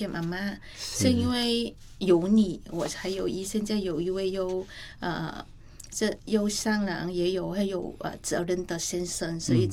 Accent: Vietnam; now in Taiwan; 是因为我们越南人是比较喜欢吃辣和酸的食物

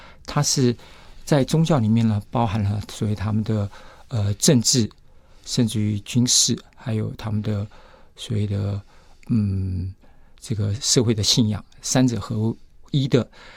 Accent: Taiwan; 我们台湾人很热情

